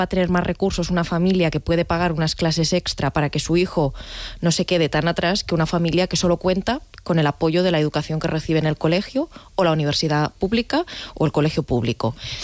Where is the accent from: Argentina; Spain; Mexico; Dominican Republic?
Spain; Catalonia; en el caso de Cataluña, que lo conozco bien, soy catalana